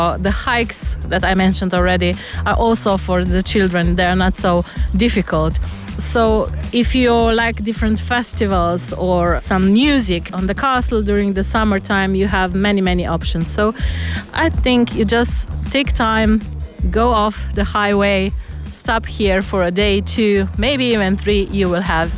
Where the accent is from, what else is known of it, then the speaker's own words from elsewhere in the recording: Celje, Savinja, Slovenia; introduce my hometown, my city.